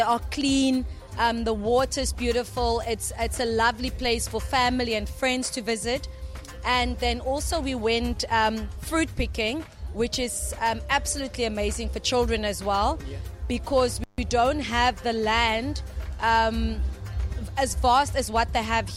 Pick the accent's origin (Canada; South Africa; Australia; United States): South Africa; I'm proudly South African.